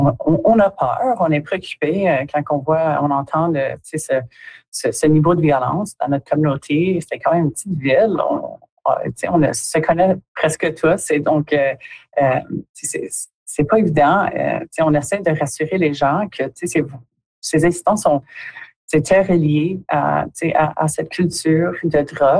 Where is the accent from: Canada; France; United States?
Canada; Timmins, Ontario; vous avez mentionné que je suis originaire de Timmins, puis je dirais que dans mon enfance, on pouvait les nommer, disons.